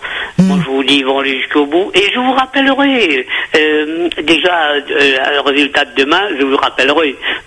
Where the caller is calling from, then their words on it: Anglet, Nouvelle-Aquitaine, France; Moi j'appelle d'Anglette, dans les Pyrénées-Atlantiques, près de Bayonne, Saint-Jean-de-Luz.